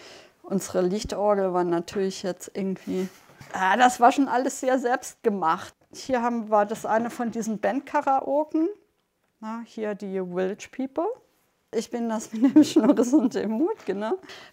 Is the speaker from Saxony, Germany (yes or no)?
no; Kaiserslautern, Rhineland-Palatinate, Germany; moved away as an adult; ich bin in Kaiserslautern groß geworden. Es war relativ trist in den 80ern.